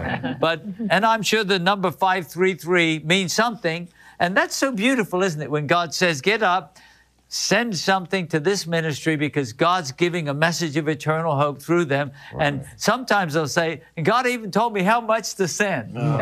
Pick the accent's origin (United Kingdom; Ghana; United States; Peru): United Kingdom; England; Okay, that's what we called elementary school where I grew up in England, primary school.